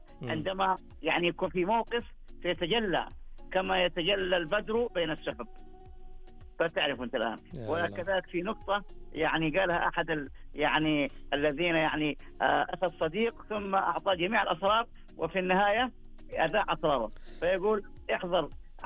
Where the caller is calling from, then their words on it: Al Qunfudhah, Makkah Province, Saudi Arabia; من القنفذة.